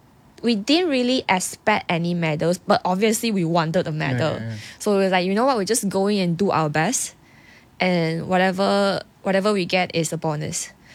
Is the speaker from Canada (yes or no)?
no; Sarawak, Malaysia; I think maybe because I'm from Sarawak kot.